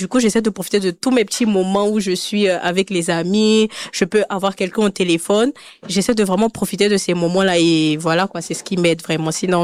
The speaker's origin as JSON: {"language": "French", "country": "Côte d’Ivoire", "tie": "born or raised there", "moved": "as an adult", "lives_now": "Winnipeg, Canada", "said": "Je suis originaire de la Côte d'Ivoire. Je suis ici à Winnipeg depuis maintenant 3 ans."}